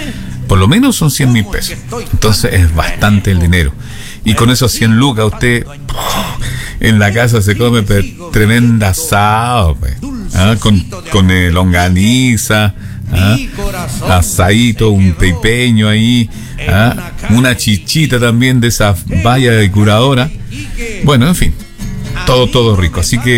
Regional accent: Chile; como todos los chilenos queremos que sea esta fiesta

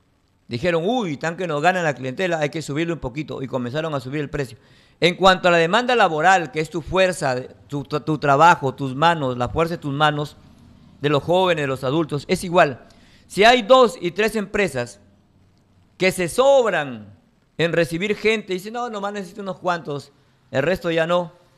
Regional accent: Peru; Eso estamos esperando nosotros los peruanos.

